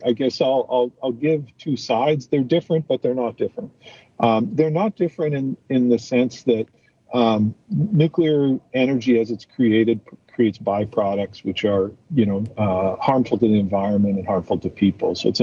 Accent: Canada; one of the things I'm most proud of as a Canadian

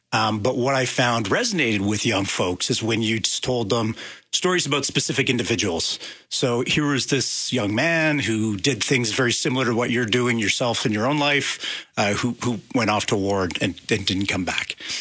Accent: Winnipeg, Manitoba, Canada; And you know, when I'm from Winnipeg, so I was 17, joined the reserves, and started my own military career at that point.

